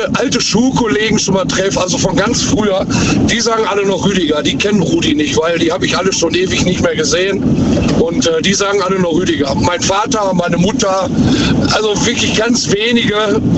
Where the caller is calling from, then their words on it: North Rhine-Westphalia, Germany; Ich komme vom Niederrhein, Kreis Wesel.